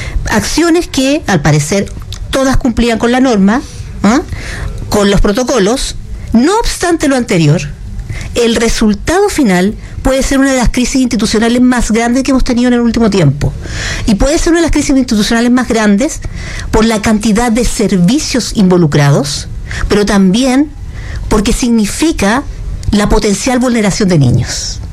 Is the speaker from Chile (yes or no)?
yes; Chile; Yo creo que como chilenos podemos tener miles de desacuerdos políticos, económicos, de formas de estilo de vida